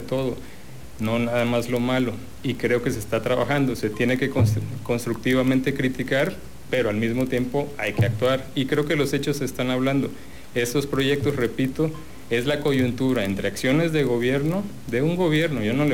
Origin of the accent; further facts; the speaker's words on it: Tabasco, Mexico; antes que colores somos tabasqueños y lo que nos interesa, los que vivimos aquí y vamos a seguir viviendo, pues es que las cosas sean mejor para Tabasco.